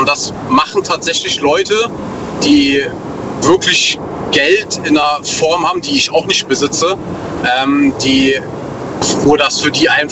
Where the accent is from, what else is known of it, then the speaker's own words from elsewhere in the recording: North Rhine-Westphalia, Germany; Aus der Eifel, NRW.